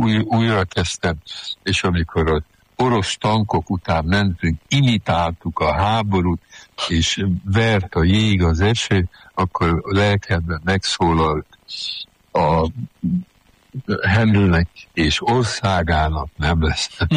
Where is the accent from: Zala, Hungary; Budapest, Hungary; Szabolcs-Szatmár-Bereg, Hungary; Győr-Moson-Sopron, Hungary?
Győr-Moson-Sopron, Hungary; Sopron; És akkor nézd, hát most soproni vagyok